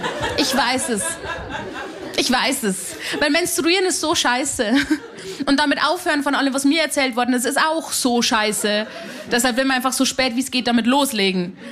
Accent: Bavaria, Germany; Meine Leitung war sehr lang, weil ich bin aus Hanau bei Simbach bei Landau in der Isar. Da gibt's sowas nicht. Das Queerste, was wir haben bei uns im Dorf, sind die Geschichten über den Nachbarort.

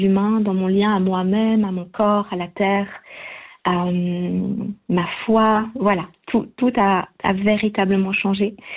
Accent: Switzerland; moved away as an adult; also born or lived in India / Amazonia; je suis née en Suisse. Je suis née dans le village où on s'est rencontrés. Donc j'ai grandi près de cette rivière. C'est une rivière, c'est un endroit qui me ressource, qui me nourrit beaucoup. Et puis, quand j'avais 18 ans, j'ai décidé de partir, d'aller vivre en Inde

